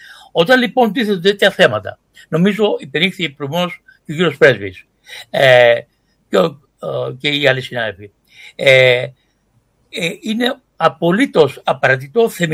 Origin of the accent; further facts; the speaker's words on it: Greece; επειδή μιλώ ως Έλληνας